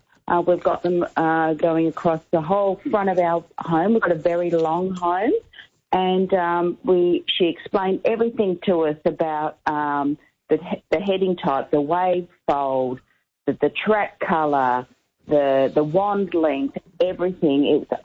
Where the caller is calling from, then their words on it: Narre Warren North, Victoria, Australia; I'm from Narrewarra North